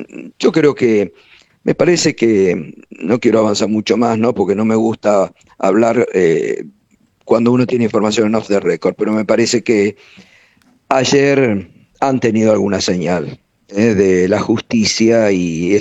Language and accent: Spanish; Argentina